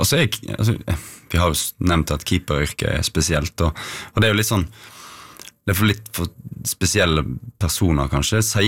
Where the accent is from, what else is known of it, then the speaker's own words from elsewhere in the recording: Odda, Vestland, Norway; når jeg vokste opp i Odda, så fantastisk plass å vokse opp. Trygt, godt, nærmeste nabo til fotballbanen.